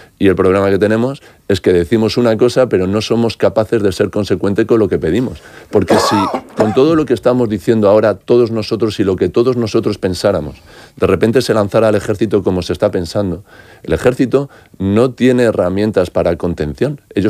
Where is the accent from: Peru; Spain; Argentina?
Spain